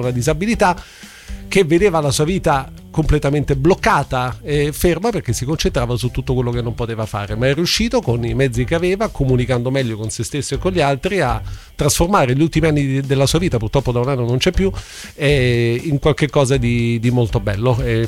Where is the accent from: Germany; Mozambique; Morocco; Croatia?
Germany; Italian is a second language